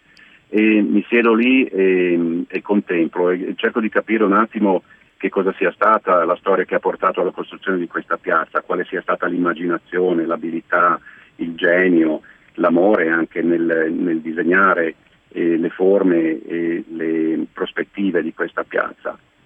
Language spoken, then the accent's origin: Italian; Udine, Friuli-Venezia Giulia, Italy; moved away as an adult; nella mia città natale, qui a Udine